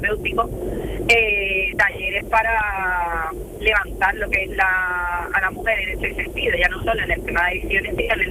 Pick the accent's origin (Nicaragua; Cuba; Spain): Spain; Cádiz, Andalusia; now in San Fernando, Spain; Soy de Cádiz, vivo en San Fernando y voy para la línea.